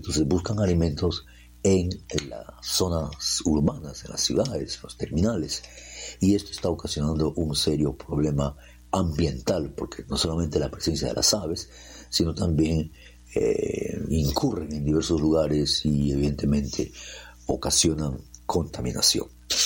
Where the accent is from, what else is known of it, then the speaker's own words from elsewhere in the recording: Peru; Si somos peruanos y amamos a nuestra patria